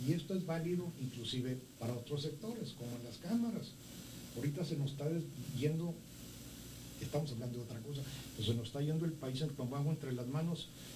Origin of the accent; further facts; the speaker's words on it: Mexico; como mexicanos, como país, cada quien en su parcela, tenemos que actuar.